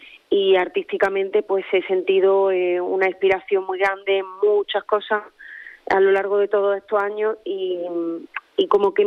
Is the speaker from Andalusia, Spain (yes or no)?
yes; Córdoba, Andalusia, Spain; moved away as an adult; now in Province of Cádiz, Spain; yo llevo aquí viviendo en la provincia de Cádiz 6 años y, como bien dices, yo soy cordobesa.